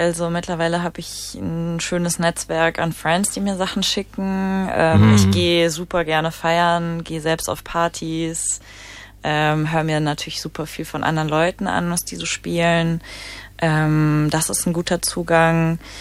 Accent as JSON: {"language": "German", "town": "Mainz", "region": "Rhineland-Palatinate", "country": "Germany", "tie": "born or raised there", "said": "ich bin in Mainz aufgewachsen"}